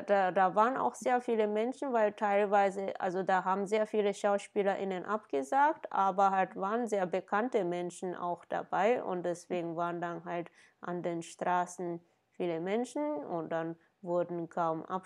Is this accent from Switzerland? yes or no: no; Kyoto, Japan; Ja, auch in Kyoto, wo ich herkomme, da waren dann halt größtenteils abgesagt